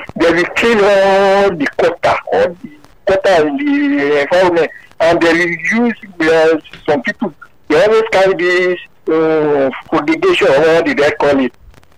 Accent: Lagos, Nigeria; I grew up in Lagos Island.

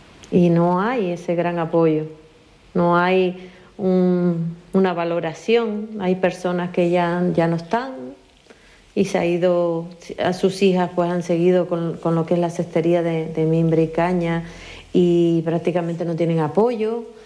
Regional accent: Icod de los Vinos, Canary Islands, Spain; veo la diferencia del ayuntamiento de La Guancha al ayuntamiento de Hico de los Vinos, de donde soy yo, el poco apoyo.

